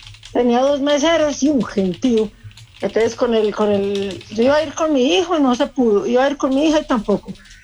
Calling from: Manizales, Caldas, Colombia; Yo soy de Manizales, Caldas.

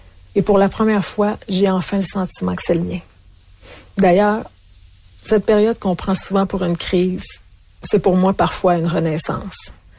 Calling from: Alberta, Canada; J'ai 51 ans et je vis en Alberta.

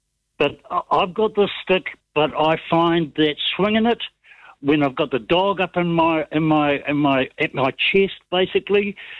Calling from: New Zealand; I'm Kiwi and proud of it.

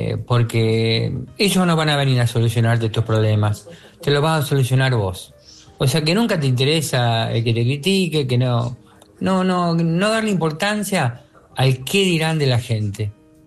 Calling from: Santa Fe, Argentina; de Santa Fe.

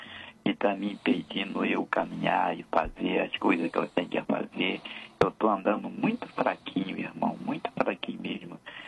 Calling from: Duque de Caxias, Rio de Janeiro, Brazil; Eu falo do Rio de Janeiro, Duque de Caxias

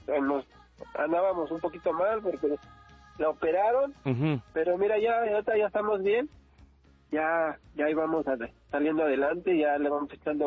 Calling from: Mexico City, Mexico; Desde Xochimilco

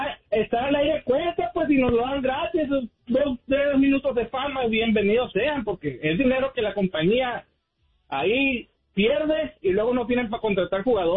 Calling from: Tucson, Arizona, United States; de Tucson

